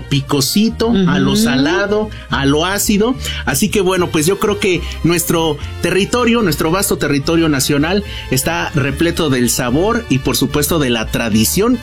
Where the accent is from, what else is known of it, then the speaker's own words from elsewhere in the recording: Puebla, Mexico; visiten Puebla, porque estas fechas aquí las celebramos muy como nosotros, como poblanos.